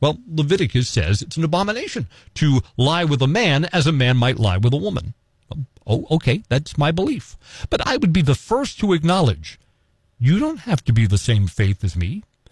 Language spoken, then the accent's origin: English; Wisconsin, United States; I celebrate the diversity of all of the tribes in our state. That we have a large Native American population. God bless. It's one of the things that makes our fabric of Wisconsin unique.